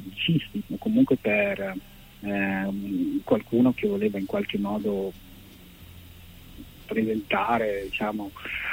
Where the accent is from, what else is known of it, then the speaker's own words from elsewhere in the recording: Milan, Lombardy, Italy; born there; sono nato a Milano.